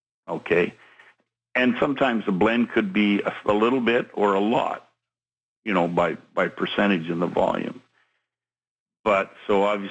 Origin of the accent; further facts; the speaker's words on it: McCreary, Manitoba, Canada; Well, I'm from McCreary, and our label is Manitoba Maple Syrup.